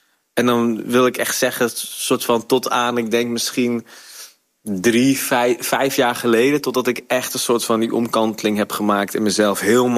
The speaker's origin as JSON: {"language": "Dutch", "region": "North Brabant", "country": "Netherlands", "accent": "Brabantse G", "said": "hoor ik nog steeds wel de Brabantse G er af en toe tussendoor zo komen. En de 7 zeg ik ook nog steeds."}